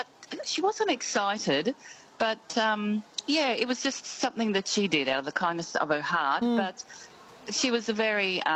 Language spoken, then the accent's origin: English; Corinda, Queensland, Australia; I grew up in Corinda in the 60s.